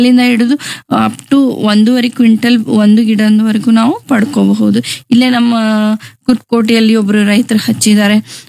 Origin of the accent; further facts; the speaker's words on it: Gadag district, Karnataka, India; ನಮ್ಮ ಜಿಲ್ಲೆ ಗದಗ ಜಿಲ್ಲೆ